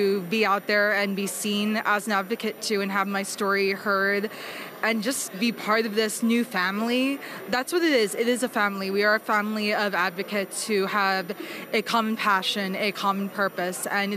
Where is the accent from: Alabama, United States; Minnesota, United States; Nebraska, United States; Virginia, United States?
Virginia, United States; also born or lived in Trenton, New Jersey; I am from Virginia, but my story does not begin with me in 1999 being born in Trenton, New Jersey.